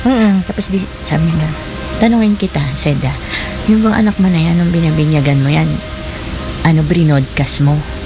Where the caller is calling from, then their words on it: Bicol Region, Philippines; Sa Bicol po kasi, yung sa province namin